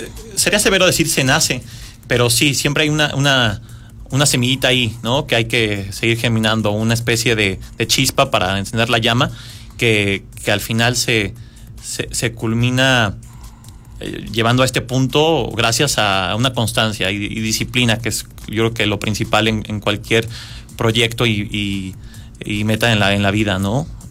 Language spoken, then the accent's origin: Spanish; Querétaro, Mexico; siendo yo queretano